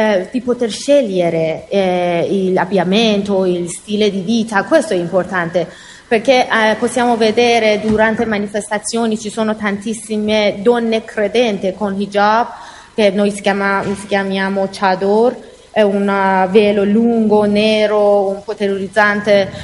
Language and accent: Italian; Iran; Italian is a second language; now in Italy; il mio paese è bellissima